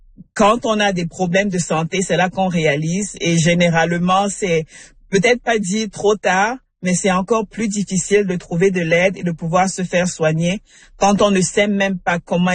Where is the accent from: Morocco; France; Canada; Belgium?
Canada; tous les Canadiens, on a des problèmes. Quand on est parent, on met la santé en arrière. Quand on est Canadien, on a des problèmes dans le système de santé.